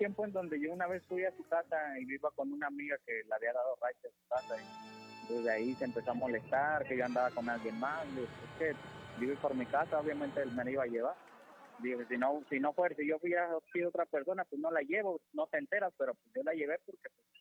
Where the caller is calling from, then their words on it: Monterrey, Nuevo León, Mexico; ya no vivo ni allá, ya ahorita vivo en Monterrey.